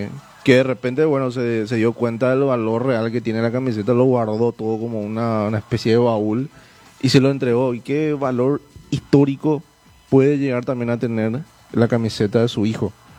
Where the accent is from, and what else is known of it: Paraguay